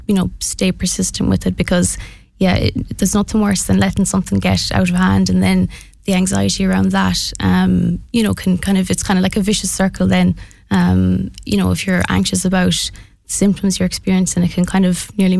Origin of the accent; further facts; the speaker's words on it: Mayo, Connacht, Ireland; now in Galway, Ireland; I'm from Mayo